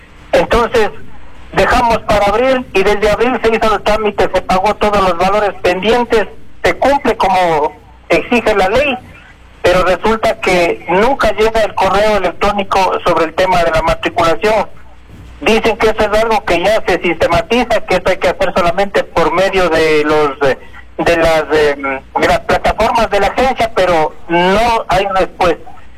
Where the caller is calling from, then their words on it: Quito, Pichincha, Ecuador; los quiteños no vamos a permitir que esto se politice